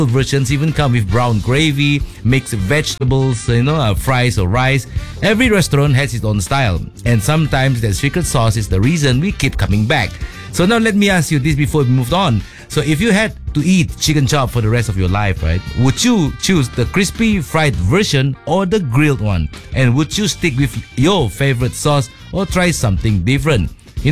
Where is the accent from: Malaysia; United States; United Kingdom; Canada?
Malaysia